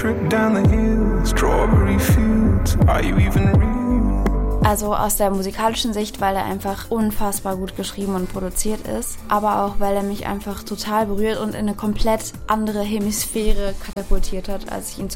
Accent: Cologne, North Rhine-Westphalia, Germany; Ich komme aus dem Rheinland, aus Köln.

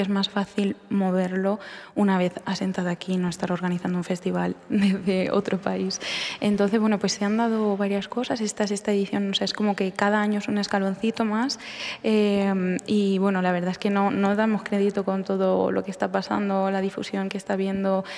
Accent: Villarrobledo, Castilla-La Mancha, Spain; also born or lived in Estonia / Netherlands; yo salí a estudiar fuera también, estuve en Estonia, en Holanda, vi muchas cosas, mi tierra siempre estaba ahí presente, ¿no? Y bueno, pues tenía como también la espinita de seguir creciendo y acercando este repertorio no solo a Villarrobledo, sino a toda la región

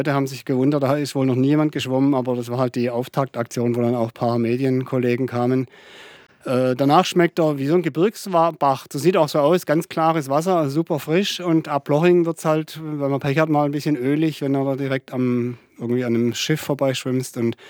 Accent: Ludwigsburg, Baden-Württemberg, Germany; born there; also born or lived in Hörnum, Sylt; ich bin eben in Ludwigsburg unter anderem aufgewachsen, also in Hörnum auf Sylt und in Ludwigsburg.

